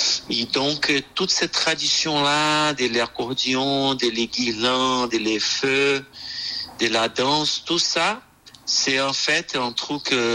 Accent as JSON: {"language": "French", "country": "Brazil", "moved": "as an adult", "lives_now": "Montpellier, France", "said": "je suis brésilien en France."}